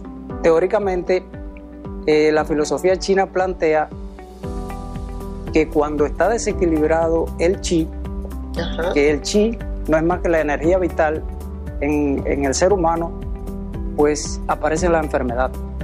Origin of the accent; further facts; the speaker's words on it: Cuba; moved away; yo observo en mi país, yo observaba en Cuba